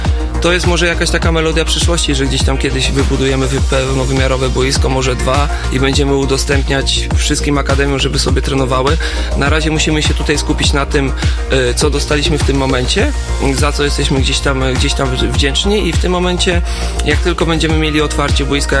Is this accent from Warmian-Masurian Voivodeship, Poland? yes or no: no; Siedlce, Masovian Voivodeship, Poland; ja za dzieciaka, jak mieszkałem w Siedlcach, jeszcze zanim się wyprowadziliśmy na obrzeża gdzieś tam Siedlec, z moją rodzinką